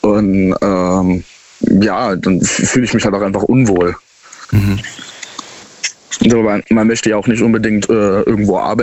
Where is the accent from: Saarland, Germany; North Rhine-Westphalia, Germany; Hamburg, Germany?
Saarland, Germany; Saarbrücken; Ich komme aus Saarbrücken.